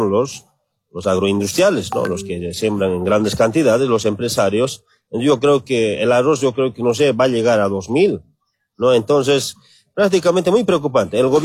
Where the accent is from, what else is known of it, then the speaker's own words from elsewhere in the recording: Bolivia; somos el pueblo boliviano. Una pena por nuestra patria Bolivia